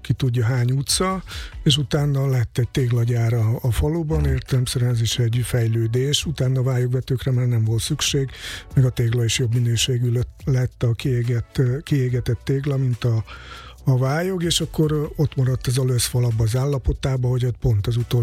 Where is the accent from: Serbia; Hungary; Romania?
Serbia; Kishegyes, Vojvodina; és értem szerint innen származom, Kishegyesről